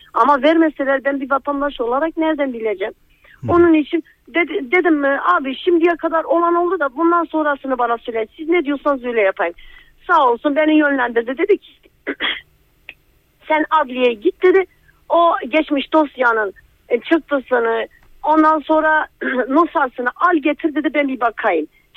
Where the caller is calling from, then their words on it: Malatya, Turkey; Malatya merkezden arıyorum.